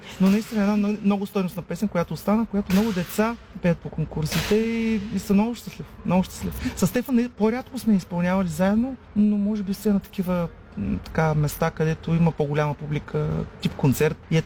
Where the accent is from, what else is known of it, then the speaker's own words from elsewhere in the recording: Burgas, Burgas Province, Bulgaria; Аз съм си бургазлия